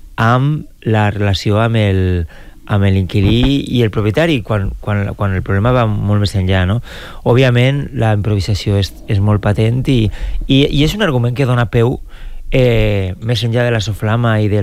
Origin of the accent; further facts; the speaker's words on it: Alcossebre, Valencian Community, Spain; jo soc d'Alcossebre, que és el Baix Maestrat, on està la zona més roja del mapa